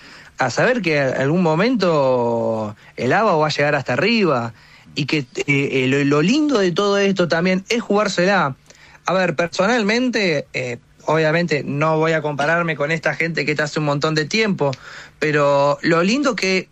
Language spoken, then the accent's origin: Spanish; Argentina; now in United States; soy argentino, yo quiero estar con gente de mi país